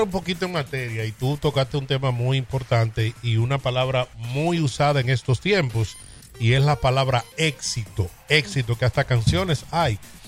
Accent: Puerto Rico; Es rocosal de mí, porque estoy hablando como boricua.

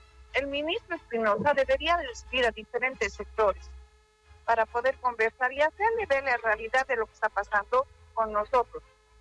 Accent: Bolivia; Nuestra moneda boliviana da pena. ¿Cómo vamos a trabajar? A nosotros debería, nosotros somos el sostén de Bolivia

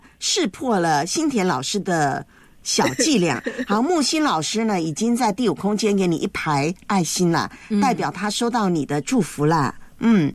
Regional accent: Taiwan; now in Hong Kong; 因为呢，我老家的家人呢，就是我台湾的家人呢，

